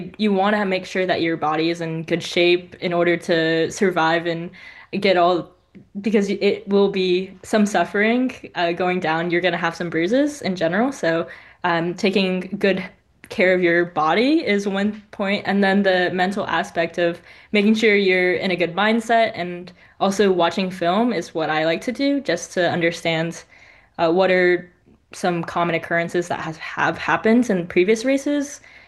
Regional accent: Raleigh, North Carolina, United States

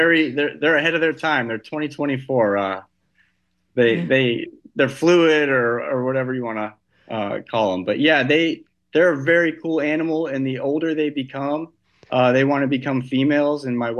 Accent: Texas, United States; I'm from Texas originally, and I'll go back to visit my parents

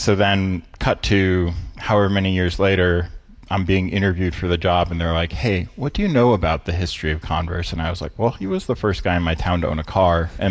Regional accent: Lyme, New Hampshire, United States; I grew up in Lyme, New Hampshire, which is a very small town in New Hampshire, about 1,700 people.

